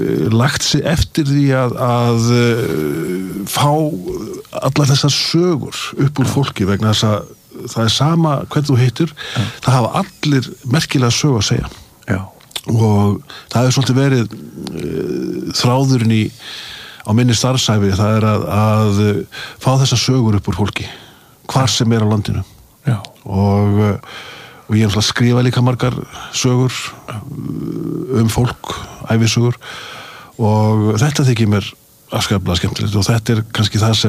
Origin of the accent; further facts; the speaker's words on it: Akureyri, Northeastern Region, Iceland; Það var alltaf dásan þetta alast upp á Akureyri.